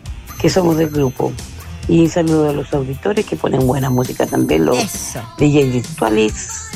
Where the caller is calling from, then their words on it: La Serena, Coquimbo, Chile; de La Serena.